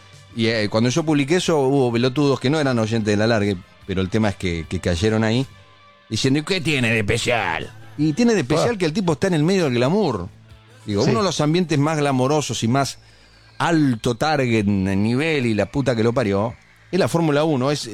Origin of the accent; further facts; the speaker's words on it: Argentina; Soy argentino yo.